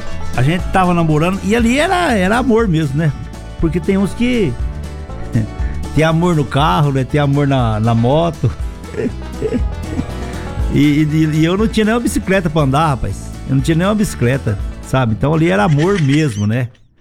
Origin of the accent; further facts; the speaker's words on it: Paraná, Brazil; moved away; E quando eu vim lá do Vale do Ivaí, lá nos anos 95, por aí, 94, 95.